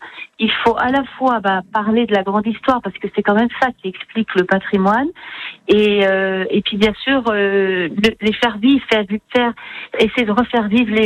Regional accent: Dole, Bourgogne-Franche-Comté, France; moi je suis d'Auloise, je suis née à Dole, j'ai grandi à Dole

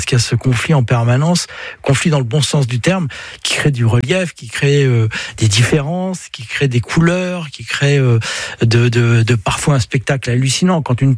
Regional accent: Brittany, France; je suis breton et puis je le ressens profondément. Donc, de la vallée de la Rance, juste derrière Saint-Malo

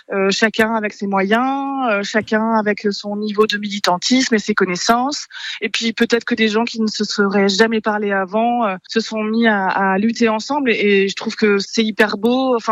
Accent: Kolbsheim, Grand Est, France; moi je suis originaire de Kolbsheim, ce petit village

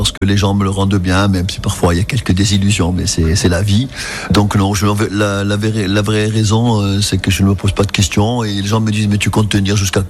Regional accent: Corsica, France; now in Ajaccio, France; Il est important pour moi de rester dans la région Propriano-Sartène puisque c'est ma région d'origine.

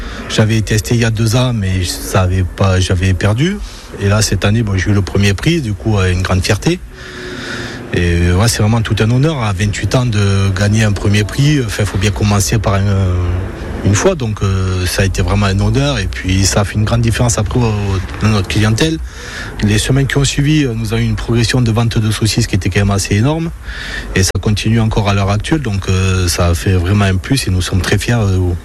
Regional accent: Occitanie, France; moi je suis du Gers, donc voilà, graisse de canard, hein.

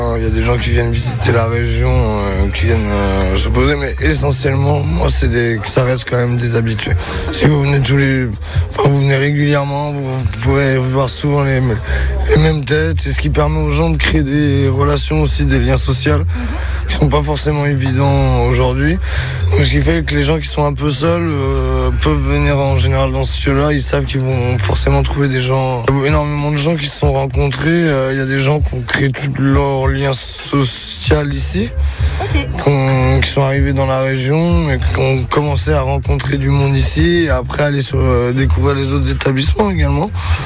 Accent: Nantes, Pays de la Loire, France; moved away as an adult; now in Saint-Nazaire, France; je suis nantais, moi. Ça fait 5 ans que je suis à Saint-Nazaire, maintenant.

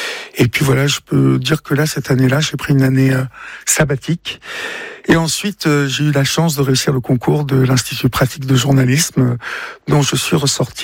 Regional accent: Évreux, Normandy, France; moved away as an adult; j'ai grandi à Évreux, et Évreux est une ville extrêmement compliqué.

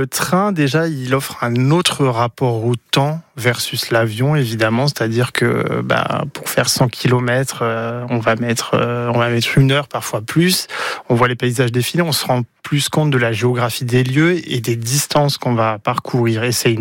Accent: Grand Est, France; moved away; Je suis alsacien de base et je suis venu m'installer dans le sud avec quelques pauses.

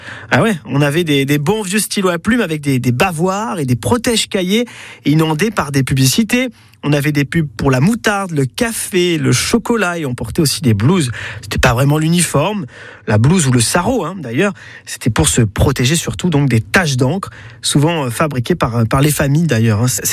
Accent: Provence-Alpes-Côte d'Azur, France; Chez nous en Vaucluse

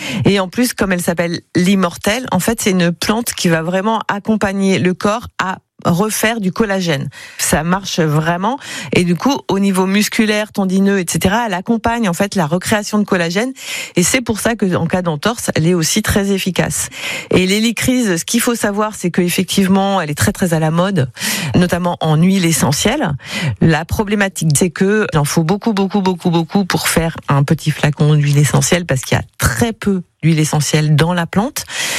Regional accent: Auvergne-Rhône-Alpes, France; chez nous, en Dromardèche

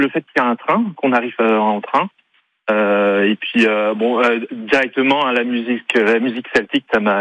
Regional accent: Crozon, Brittany, France; je suis originaire de Crozon

